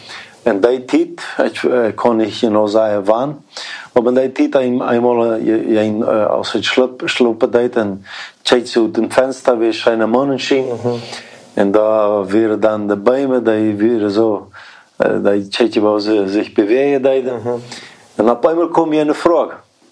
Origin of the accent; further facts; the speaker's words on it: Curitiba, Paraná, Brazil; Ja, ich komme aus Brasilien, aus der Stadt Curitiba, in einer ganz großen Stadt.